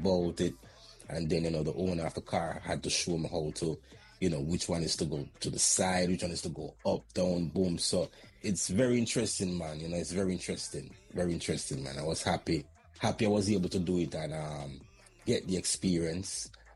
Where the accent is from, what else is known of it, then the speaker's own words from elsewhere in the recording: Jamaica; even growing up in Jamaica, you know, from, you know, like, you know, back in the 90s